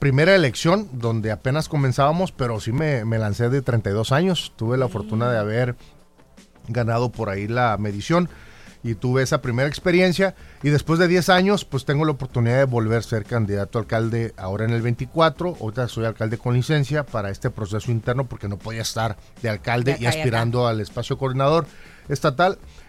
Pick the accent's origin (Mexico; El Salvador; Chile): Mexico; Tijuana, Baja California; soy tijuanense, soy profesor de primaria, mis papás son maestros jubilados también